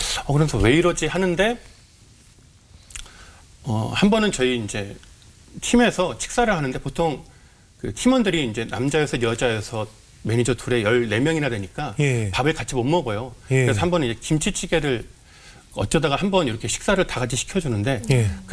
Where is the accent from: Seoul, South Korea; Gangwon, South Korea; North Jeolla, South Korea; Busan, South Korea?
Gangwon, South Korea; Chuncheon; moved away; 춘천 고향집에 잠깐 들어왔습니다.